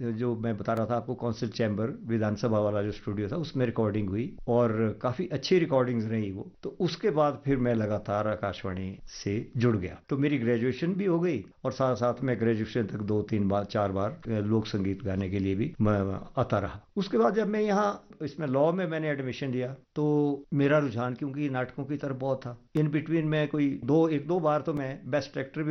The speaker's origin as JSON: {"language": "Hindi", "town": "Bidrohi", "region": "Himachal Pradesh", "country": "India", "tie": "born or raised there", "also_born_or_lived": "Bilaspur", "said": "बचपन जी मेरा तहसील सरकाघाट, मेरा गाँव का नाम है बिद्रोही, और बिद्रोही गाँव लगभग रिवालसर से कोई 20 किलोमीटर आगे है, बहुत इंटीरियर का गांव है।"}